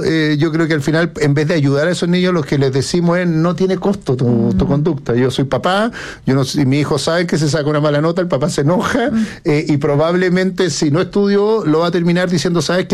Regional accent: Santiago, Santiago Metropolitan Region, Chile; me crié en la Colón 9000

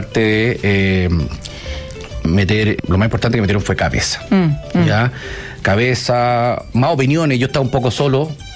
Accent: Chile; born there; Nací en Chile, sí.

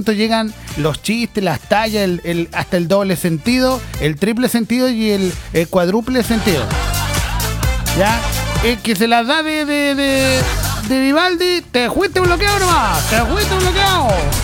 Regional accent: Chile; Yo no, ustedes saben que yo, como buen chileno, yo soy mecha corta, ¿no?

